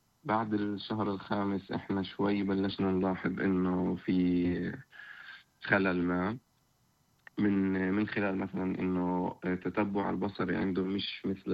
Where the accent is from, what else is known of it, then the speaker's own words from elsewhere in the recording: Nablus Governorate, Palestine; احنا من نابلس اصلا، من قرى نابلس